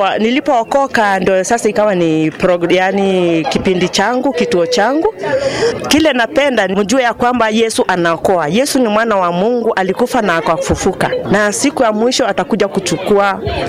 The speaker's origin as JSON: {"language": "Swahili", "town": "Miwani", "region": "Machakos County", "country": "Kenya", "said": "natoka Miwani Machakos."}